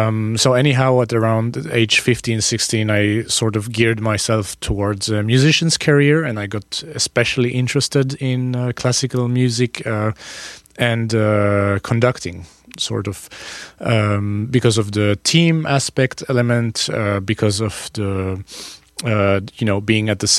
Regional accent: Paris, Île-de-France, France; English is a second language; and I come from Paris, you know, so, yeah.

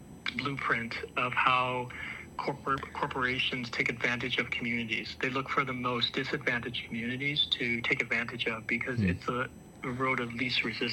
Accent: Canada; as a Canadian citizen

